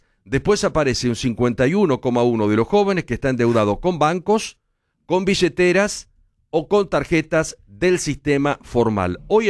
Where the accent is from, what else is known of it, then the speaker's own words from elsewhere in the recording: Argentina; somos Argentina.